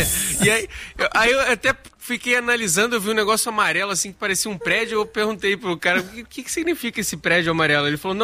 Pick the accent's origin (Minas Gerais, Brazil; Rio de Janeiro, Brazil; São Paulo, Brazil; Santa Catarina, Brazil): Rio de Janeiro, Brazil; Maricá; moved away; eu tava passando lá na minha cidade no fim de semana, em Maricá